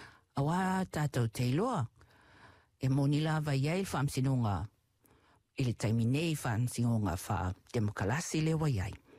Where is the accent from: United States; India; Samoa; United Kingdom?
Samoa; now in New Zealand; When I was growing up in Samoa, she was in Aotearoa, and she'll come and visit.